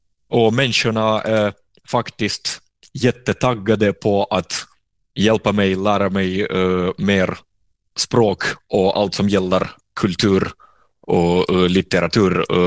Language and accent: Swedish; Saint Petersburg, Russia; Swedish is a second language; now in Sweden; Jag har mormor där hemma i Sankt Petersburg. Vi kommunicerar online och samma med några gamla bekanta. Rösten i metrotågen, alla skyltar på, med modersmål på.